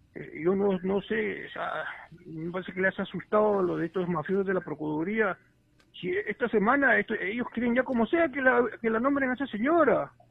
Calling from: Lima, Peru; Acá, de Omán de Lima.

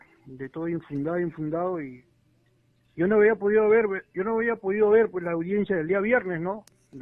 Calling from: Lima, Peru

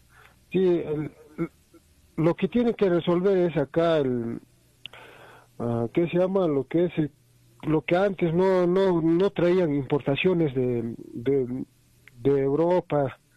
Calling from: Puno, Peru

